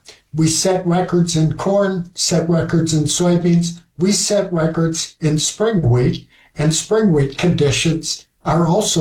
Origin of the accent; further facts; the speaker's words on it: Minnesota, United States; You look at my home state of Minnesota, Michelle